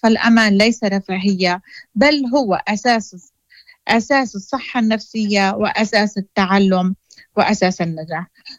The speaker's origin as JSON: {"language": "Arabic", "country": "Lebanon", "said": "معكم أنا من لبنان، أكيد رئيسة جمعية أنقذ طفلك ومديرة التحالف"}